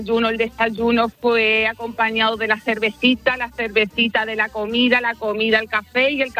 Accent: Almendralejo, Extremadura, Spain; Sí, yo soy de Almendralejo y sé que había gente de Almendralejo en Nueva York viendo España.

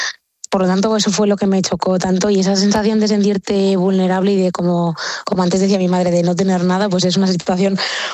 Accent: Robledo de Chavela, Community of Madrid, Spain; also born or lived in Colmenar del Arroyo; en mi caso yo soy mitad de Robledo y mitad de Colmenar

